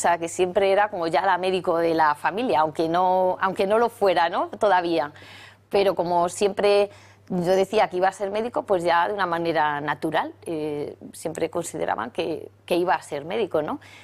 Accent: Segovia, Castile and León, Spain; Bueno, pues somos una familia de Segovia pues muy normal, muy, muy estándar. Soy la segunda de 4 hermanos.

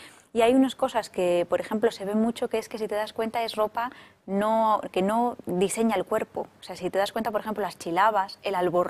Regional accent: Spain

